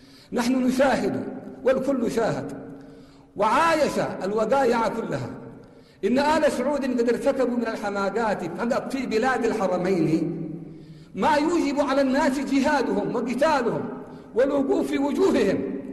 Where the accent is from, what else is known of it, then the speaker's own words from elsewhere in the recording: Yemen; ونحن شعب يمني حر عزيز كريم لا نخشى إلا الله ولا نعبد إلا الله